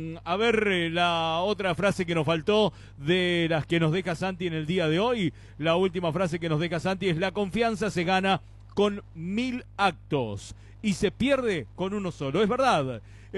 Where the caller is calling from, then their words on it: General Belgrano, Buenos Aires Province, Argentina; de General Belgrano.